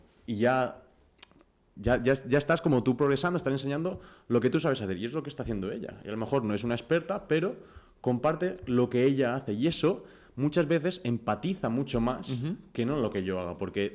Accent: Mallorca, Balearic Islands, Spain; Soy de Mallorca, tengo 23 años

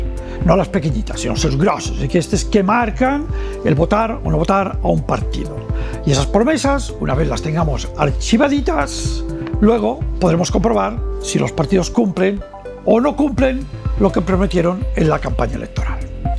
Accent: Balearic Islands, Spain; Eso es lo que nos pasa a nosotros en las Islas Baleares.

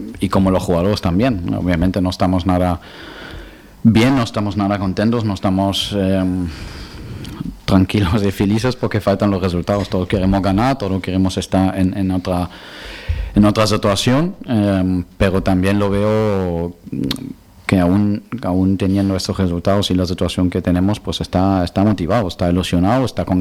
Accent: Balearic Islands, Spain; Hay que levantarse, somos baleares que ya sabemos cómo es caer y levantarse

